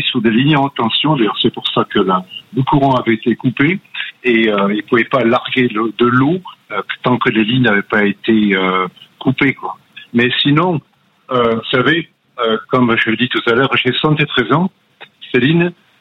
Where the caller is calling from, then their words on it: France; Moi, j'habite à Val-d'Oisans, on va dire, à peu près à 1 km et demi du foyer principal.